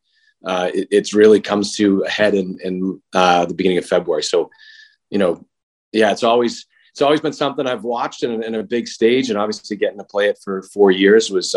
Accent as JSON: {"language": "English", "town": "Boston", "region": "Massachusetts", "country": "United States", "tie": "born or raised there", "said": "just like every other kid growing up in Boston, you know, started Milton Youth Hockey House League."}